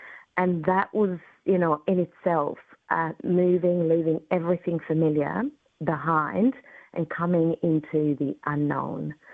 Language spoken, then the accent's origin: English; Kosovo; also born or lived in Albania; now in Australia; So, yeah, I moved into the neighbouring country from Kosovo to Albania and became refugees there.